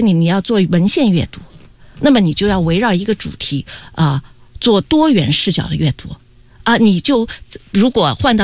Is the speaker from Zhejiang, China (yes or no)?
yes; Hangzhou, Zhejiang, China; moved away as an adult; 因为我老家在这个浙江杭州，所以在杭州那个时候大家最想考的是北京的一个对外经贸大学